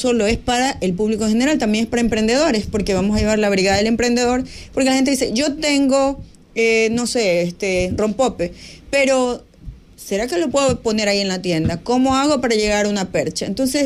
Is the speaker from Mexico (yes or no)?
no; Manta, Manabí, Ecuador; now in Portoviejo, Ecuador; Yo soy de Manta